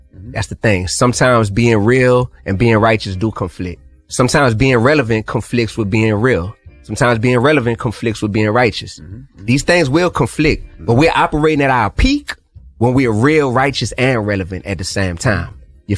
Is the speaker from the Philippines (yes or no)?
no; New Orleans, Louisiana, United States; born or raised there